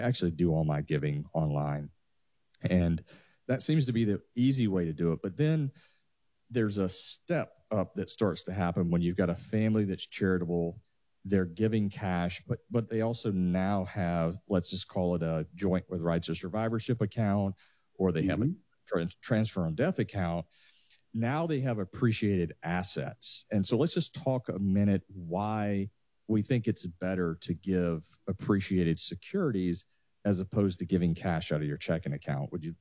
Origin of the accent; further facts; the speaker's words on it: Atlanta, Georgia, United States; I'm actually from the Atlanta area.